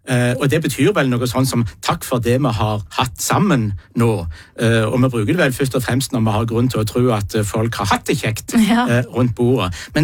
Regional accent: Western Norway, Norway; jeg som vestlending

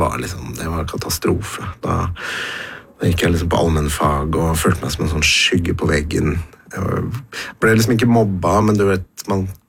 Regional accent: Tromsø, Troms, Norway; born there; Ja, da sier jeg at jeg født i Tromsø, og så har jeg bodd sånn 20 pluss ulike plasser, så det vanskelig å peke på at der jeg hjemme, liksom.

